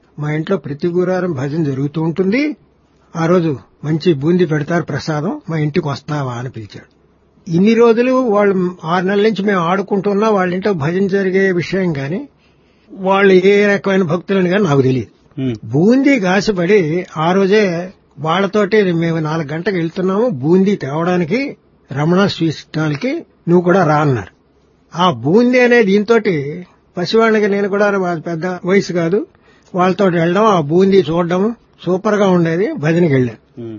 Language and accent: Telugu; Antarvedipalem, Andhra Pradesh, India; born there; మాది పుట్టిన ఊరు తూర్పుగోదావరి జిల్లా అంతర్వేదిపాలు.